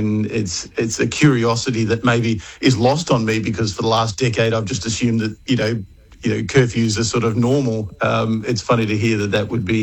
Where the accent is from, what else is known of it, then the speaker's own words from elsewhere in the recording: Melbourne, Victoria, Australia; Sure. So I grew up in Melbourne. I'm a physio by background